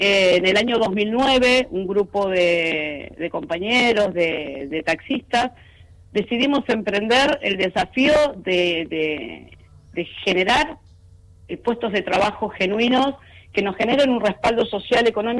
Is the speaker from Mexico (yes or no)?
no; Buenos Aires, Argentina; now in Ushuaia, Argentina